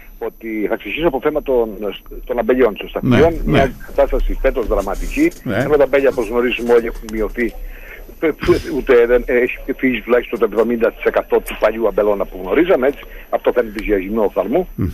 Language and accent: Greek; Crete, Greece; εγώ ως Έλληνας